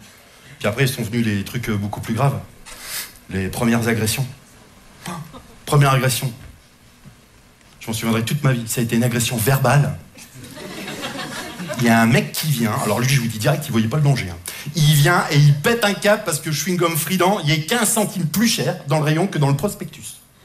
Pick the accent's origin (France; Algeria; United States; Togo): France; moved away as an adult; now in Belgium; je suis content parce que je suis français. Mais je me soigne, ça fait 20 ans que j'habite en Belgique.